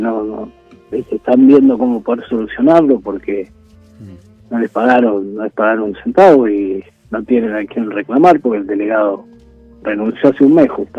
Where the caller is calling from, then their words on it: La Plata, Buenos Aires Province, Argentina; Yo estoy en Villa Elisa, La Plata.